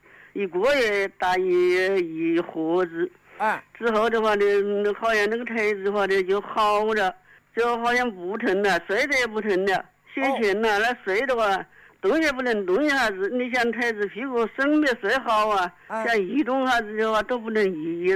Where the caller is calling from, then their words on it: Huangshi, Hubei, China; 我是黄石，我黄石就是在钟楼这里，就是人民广场这里。